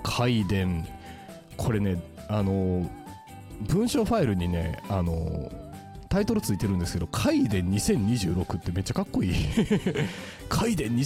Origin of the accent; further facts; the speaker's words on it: Nagaokakyo, Kyoto, Japan; born there; 私実は市里塚幼稚園出身でございます。